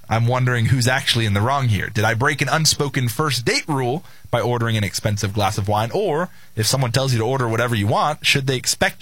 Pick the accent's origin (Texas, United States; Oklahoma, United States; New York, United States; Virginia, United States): Oklahoma, United States; Moore; And I'm homegrown from Moore.